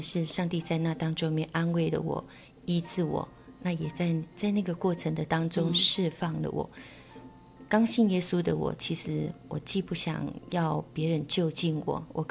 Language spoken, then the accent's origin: Chinese; Hualien, Hualien County, Taiwan; 我住在花莲，嗯，一个风景很美、空气很清晰的地方。嗯，我喜欢我在这里出生，也在这里成长，更是嫁在这。嫁在花莲